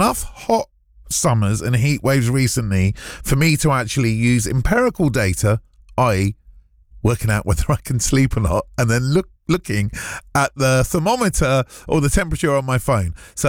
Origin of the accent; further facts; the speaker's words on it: Hounslow, London, United Kingdom; I come from Hounslow, which is right near Heathrow.